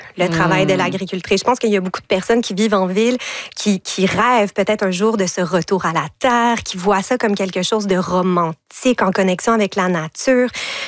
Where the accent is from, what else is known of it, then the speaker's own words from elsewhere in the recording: Montreal, Quebec, Canada; j'ai grandi, je suis née, j'ai grandi dans le Myland à Montréal, un quartier central, très urbain.